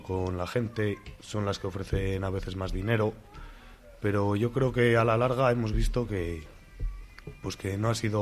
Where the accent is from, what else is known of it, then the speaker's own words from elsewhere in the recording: Villalba, Castile and León, Spain; also born or lived in La Horra; Yo soy de Villalba y de La Horra y hemos sido agricultores en los dos pueblos.